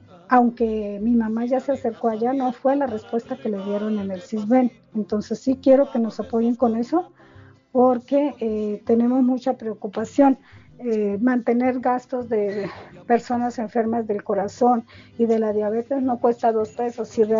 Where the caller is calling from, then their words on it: Toluca, State of Mexico, Mexico; Estoy en Toluca, México